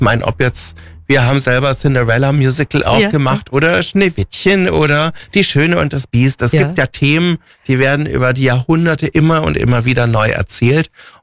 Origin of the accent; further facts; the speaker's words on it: Stuttgart, Baden-Württemberg, Germany; born there; moved away; für mich als gebürtiger Stuttgarter